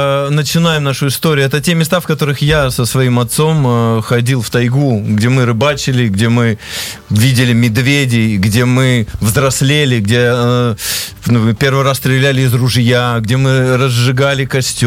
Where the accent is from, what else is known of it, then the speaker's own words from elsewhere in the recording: Siberia, Russia; я сам вырос в Сибири